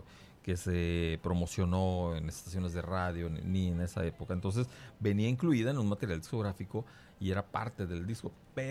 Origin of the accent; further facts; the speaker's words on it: Mexico; la mayoría de los mexicanos hoy estamos haciendo chonguitos para que nuestra selección dé un buen papel